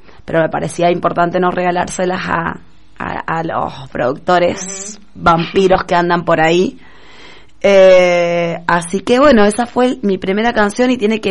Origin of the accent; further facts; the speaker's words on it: Mendoza, Argentina; also born or lived in San Juan, Argentina; soy sanjuanina, nacida en San Juan, criada en Mendoza, pero nacida en San Juan